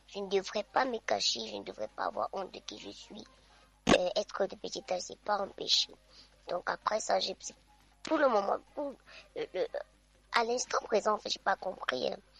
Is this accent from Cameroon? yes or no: yes; Bangwa, West, Cameroon; born there; est né à la maternité de Bangwa, dans l'arrondissement de Baganté et la région de l'Ouest.